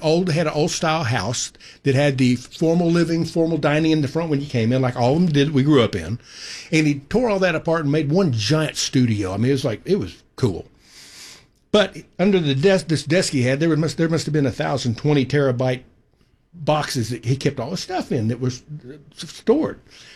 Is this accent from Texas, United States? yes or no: yes; Fort Worth, Texas, United States; My dad, we're from Fort Worth. At this point, my parents had moved off to the little ranchette in Weatherford.